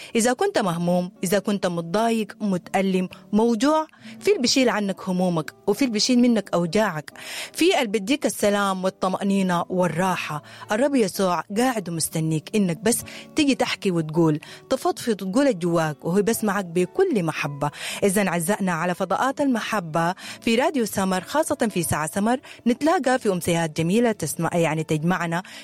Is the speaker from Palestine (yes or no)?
no; Sudan; إحنا معروفين كسودانيين